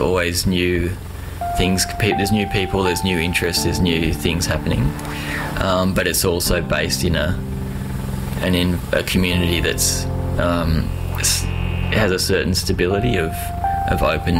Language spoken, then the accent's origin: English; Sydney, New South Wales, Australia; I came here from Sydney originally just for 6 months in order to get out of Sydney